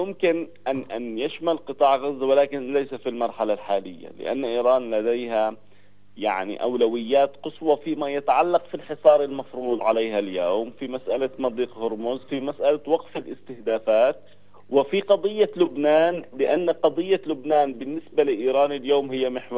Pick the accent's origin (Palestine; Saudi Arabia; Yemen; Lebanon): Palestine; أيضا نحن كفلسطينيين